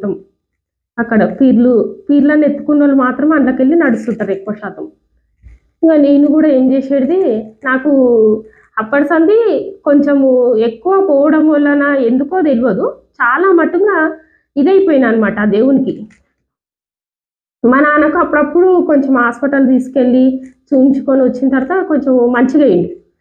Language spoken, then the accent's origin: Telugu; Karnataka, India; అంటే మాది కర్ణాటక అని చెప్పిన నేను.